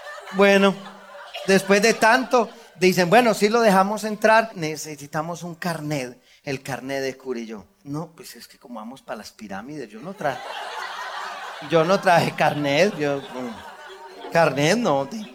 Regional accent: Colombia; yo vengo de Colombia, los colombianos estamos locos, los carismáticos estamos...

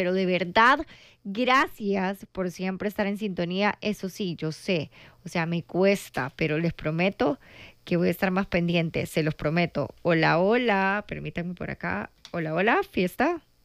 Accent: Eastern El Salvador, El Salvador; moved away; mi mamá anduvo por allá por Oriente, porque nosotros somos de Oriente.

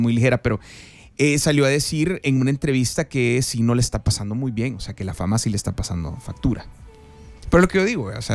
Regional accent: El Salvador; Sí, somos bien nostálgicos. Como salvadoreños diría yo que somos.

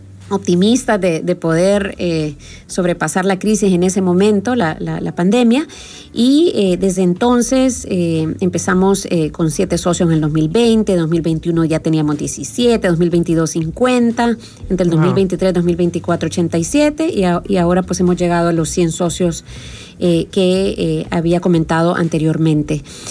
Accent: El Salvador

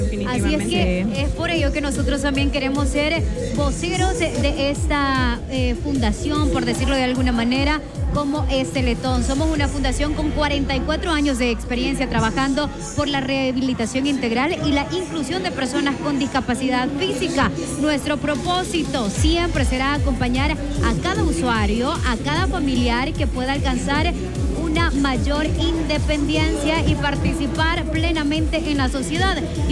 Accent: San Vicente, El Salvador; yo soy de San Vicente y nos veníamos hasta Santa Tecla para las terapias

